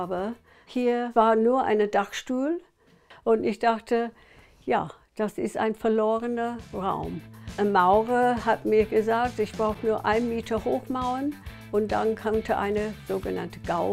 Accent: England, United Kingdom; German is a second language; um diese englische Ambiente im Stil meiner Heimat hinzubekommen.

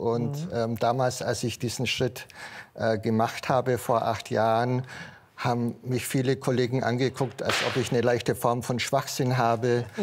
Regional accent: Southern Germany, Germany; Ich stamme aus Süddeutschland

